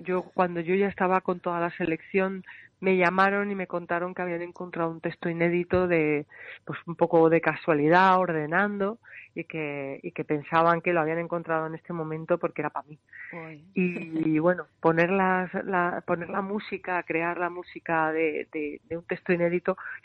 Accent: Huelva, Andalusia, Spain; Huelva, y cantar en plazas como esa, pues para mí es como una emoción añadida, ¿no? Porque es la tierra de donde vengo, que la siento más cercana y es donde quiero que me quieran.

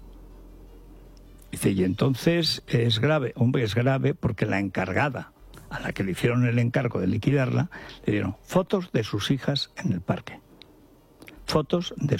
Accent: Orihuela del Tremedal, Aragon, Spain; Orihuela, mi pueblo

